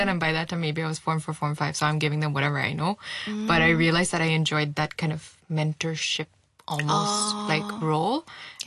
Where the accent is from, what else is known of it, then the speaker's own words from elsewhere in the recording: Hong Kong; I would say growing up in Hong Kong, one of the things that like I always noticed